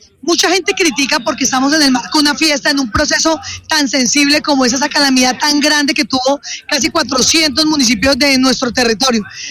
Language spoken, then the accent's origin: Spanish; Meta, Colombia; porque eso es lo que nos identifica a nosotros como llaneros y como metenses